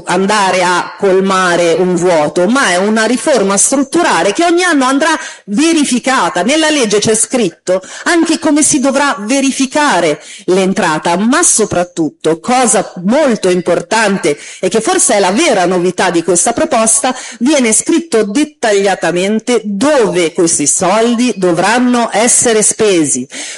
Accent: Milan, Lombardy, Italy; io vengo da Milano, che è la capitale della disuguaglianza.

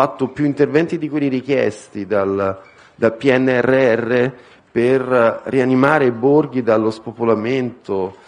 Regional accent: Rome, Lazio, Italy; vi parlo da romano

